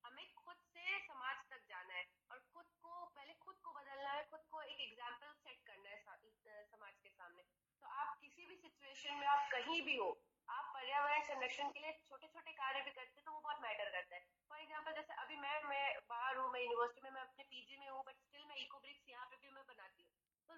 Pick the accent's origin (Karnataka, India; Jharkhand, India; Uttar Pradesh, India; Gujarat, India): Uttar Pradesh, India; Kanpur; now in Bacheli, India; और मैं छत्तीसगढ़ के दंतेवाड़ा जिले के बचेली नगर की निवासी हूँ। और मैं बेसिकली अभी गुरु घासीदास विश्वविद्यालय में बीटेक की फर्स्ट ईयर स्टूडेंट हूँ। और मैं बेसिकली तो मैं यूपी से बिलोंग करती हूँ, कानपुर से हूँ मैं